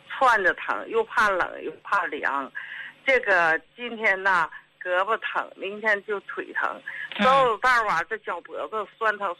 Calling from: Harbin, Heilongjiang, China; 我家是哈尔滨的。

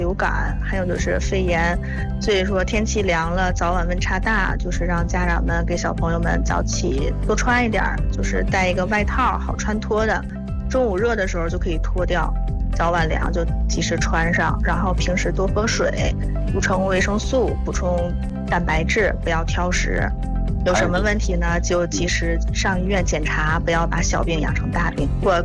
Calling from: Tangshan, Hebei, China; 我是唐山的。

